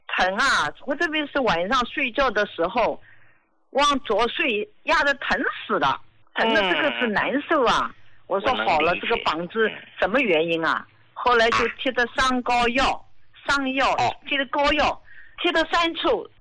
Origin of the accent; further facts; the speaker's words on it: Jiangsu, China; 我今年73岁，我是江苏的。